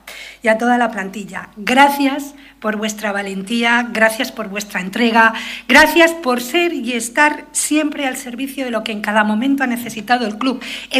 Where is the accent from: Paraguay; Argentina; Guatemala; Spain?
Spain; Cantabria; como somos nosotros los cántabros